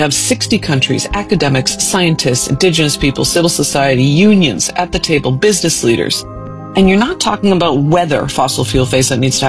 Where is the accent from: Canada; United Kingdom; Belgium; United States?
Canada; Well, I really started my journey in the Canadian oil sands because I'm Canadian.